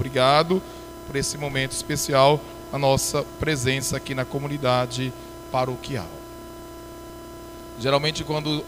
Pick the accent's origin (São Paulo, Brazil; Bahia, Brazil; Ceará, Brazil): Bahia, Brazil; moved away; also born or lived in Caxias do Sul; Vocês sabem que eu sou baiano de Botirama, né?